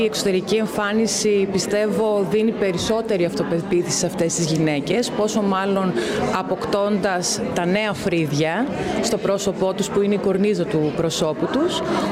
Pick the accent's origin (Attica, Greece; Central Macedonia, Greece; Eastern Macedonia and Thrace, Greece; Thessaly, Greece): Eastern Macedonia and Thrace, Greece; Komotini; Είμαι από Κομωτινή